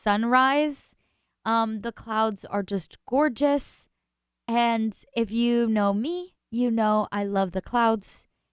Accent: California, United States; now in San Francisco, United States; I am from SoCal

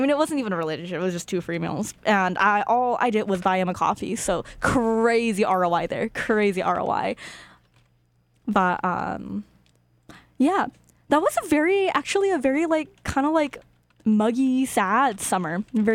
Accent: United States

